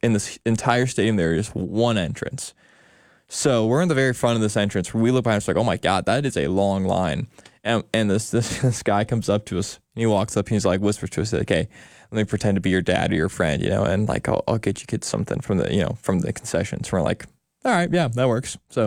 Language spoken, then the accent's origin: English; Oregon, United States; moved away; because I'm from Oregon.